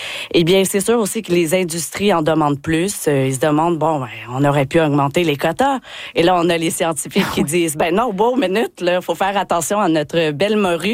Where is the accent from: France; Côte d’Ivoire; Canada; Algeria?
Canada; Quebec; accent: Quebec; vous pouvez l'entendre par mon accent, je suis québécoise, là